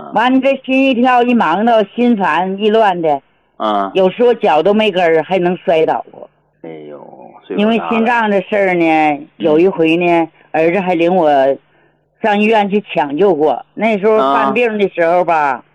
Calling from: Jilin, China; 啊，我家是吉林的， 啊， … ，啊，今年70多了，72。

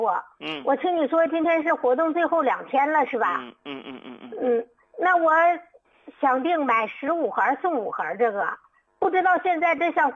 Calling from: Harbin, Heilongjiang, China; 我是哈尔滨的啊。

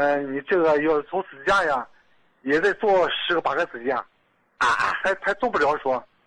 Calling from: Dalian, Liaoning, China; 我是大连的。

